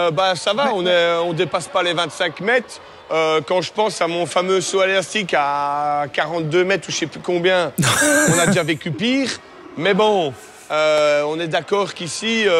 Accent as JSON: {"language": "French", "region": "Wallonia", "country": "Belgium", "said": "chez nous en Wallonie"}